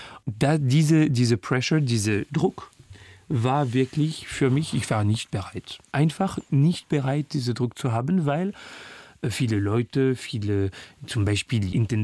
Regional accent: Paris, Île-de-France, France; born there; German is a second language; weil ich singe ein paar Kilometer von wo ich geboren bin, in Clinique des Lilas, beim 20e Arrondissement.

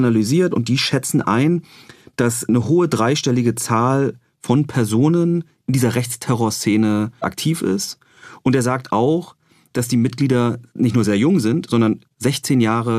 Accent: East Germany, Germany; ich komme selber aus Ostdeutschland, gemerkt, da kippt was.

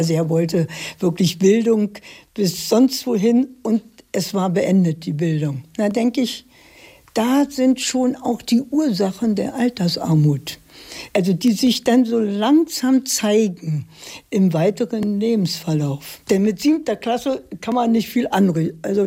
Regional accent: Berlin, Germany; Und das jeden Tag von Pankow nach dem Wedding in die Schule ging sehr gut, war eine wunderbare Zeit.

